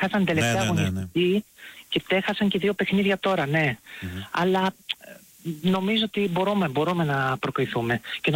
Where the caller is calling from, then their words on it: Kyllini, West Greece, Greece; από την Κυλίνη.